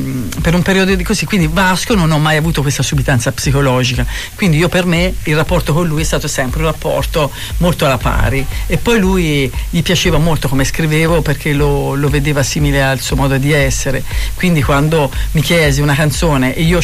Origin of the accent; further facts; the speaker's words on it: Tuscany, Italy; sono toscana